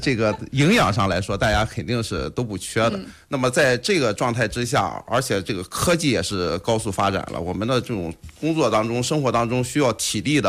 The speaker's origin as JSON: {"language": "Chinese", "country": "China"}